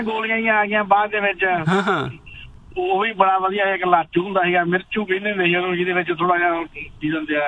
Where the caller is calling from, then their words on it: Sri Muktsar Sahib, Punjab, India; ਲੱਲਾ ਬੁੱਚੀ ਕਰਕੇ ਕਹਿੰਦੇ ਆ ਸਾਡੇ ਮਾਲਵੇ ਚ, ਮੈਂ ਮੁਕਤਸਰ ਸਾਹਿਬ ਤੋਂ ਬਿਲੋਂਗ ਕਰਦਾ ਹੈ ਨਾ।